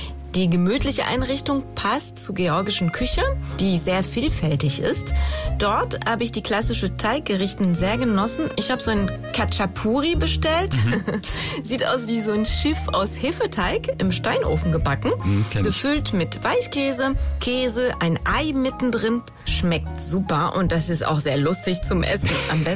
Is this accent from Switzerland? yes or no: no; France; als Französin